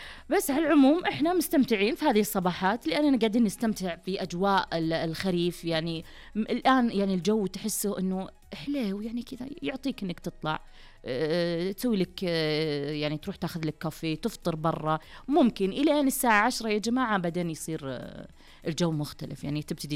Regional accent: Saudi Arabia; now in Riyadh, Saudi Arabia; هنا عندنا في الرياض

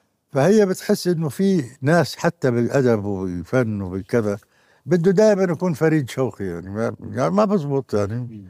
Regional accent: Palestine; now in Oslo, Norway; زمان باثنين وسبعين يعني، فإحنا اثنين يعني عرفوا إنه إحنا فلسطينيين.

